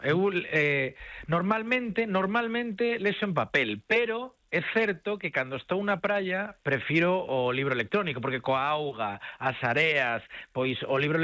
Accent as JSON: {"language": "Galician", "town": "Vigo", "region": "Galicia", "country": "Spain", "said": "Sí, son momentos de ledicia máxima, porque eu son do Celta, como imaginades, ¿no? Porque son de Vigo"}